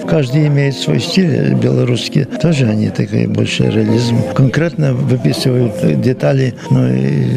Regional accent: Vilnius, Vilnius County, Lithuania; Ukrainian is a second language; я з Вільнюса

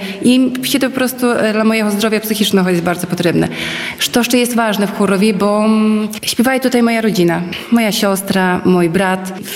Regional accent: Łosinka, Podlaskie Voivodeship, Poland; born or raised there; now in Hajnówka, Poland

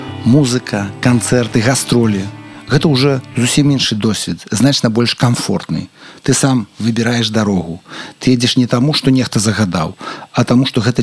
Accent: Germany; also born or lived in Belarus; Маё дзяцінства прайшло ў Нямеччыне, і весь час мы ездзілі да хаты ў Беларусь.

